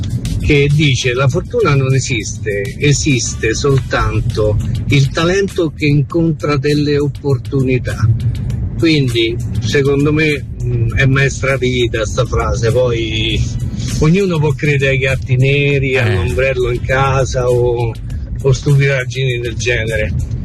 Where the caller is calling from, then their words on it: Viterbo, Lazio, Italy; da Viterbo.